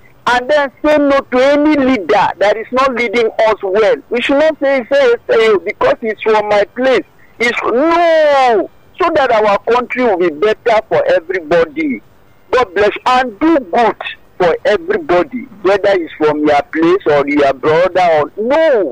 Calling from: Cross River, Nigeria; I am from Cross River State.

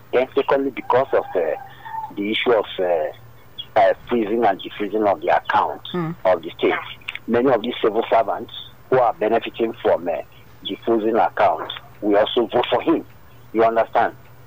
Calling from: Abaranje, Ikotun, Lagos, Nigeria; I'm calling from Abaronja in Ekosun.

